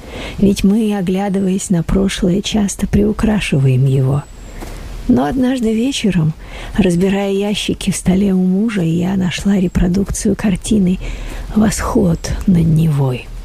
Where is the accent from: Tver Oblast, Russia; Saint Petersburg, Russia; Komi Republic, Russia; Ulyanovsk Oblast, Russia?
Tver Oblast, Russia; Tver; А я из Твери. В Ленинграде жила только в юности. Училась здесь, в институте.